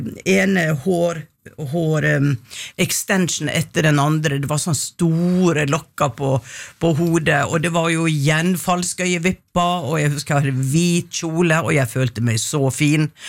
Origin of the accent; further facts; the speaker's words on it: Western Norway, Norway; Nei, det kan jeg ikke, men jeg er fra Vestlandet.